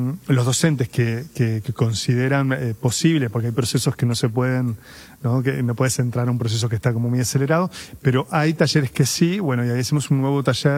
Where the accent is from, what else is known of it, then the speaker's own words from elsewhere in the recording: Montevideo, Uruguay; yo me crié en Cordón Sur, uh-huh. Muy, muy pegado al límite en Pocitos, Parque Rodó, una zona que era hermosa.